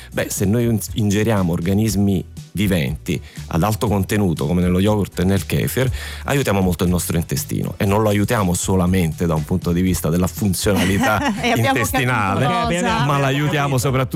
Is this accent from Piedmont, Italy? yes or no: no; Naples, Campania, Italy; sono napoletano